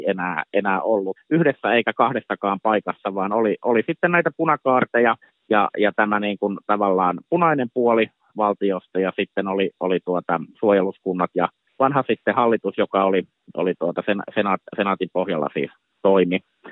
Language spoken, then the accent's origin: Finnish; Tavastia, Finland; moved away; meikäläisenkin lapsuudessani esimerkiksi, kun tuolla Hämeessä asuin